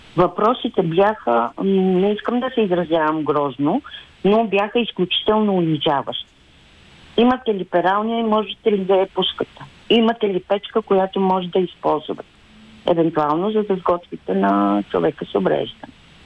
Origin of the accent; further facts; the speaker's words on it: Gabrovo, Gabrovo Province, Bulgaria; Да, аз съм от Габрово.